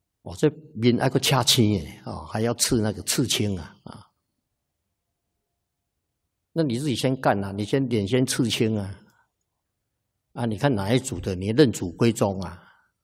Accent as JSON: {"language": "Chinese", "country": "Taiwan", "said": "啊，我们台湾人啊，都是很厚道的。"}